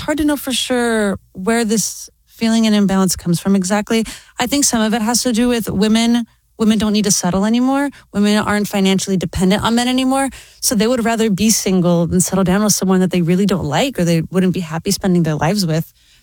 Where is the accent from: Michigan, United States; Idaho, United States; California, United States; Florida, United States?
Florida, United States; now in Boston, United States; I grew up in Florida to a Cuban family where we're always loud.